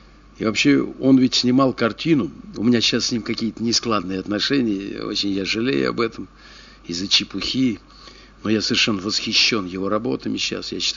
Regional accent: Moscow, Russia; Я родился в Сокольниках. Значит, где-то там между метро Сокольники и Матросской Тишиной, там родильный дом.

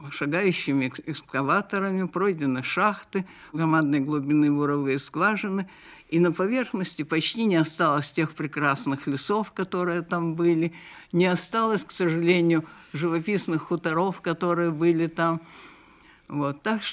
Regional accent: Yaroslavl Oblast, Russia; moved away; Я родилась в Ярославской области, в глубинке, где еще была настоящая предреволюционная темнота.

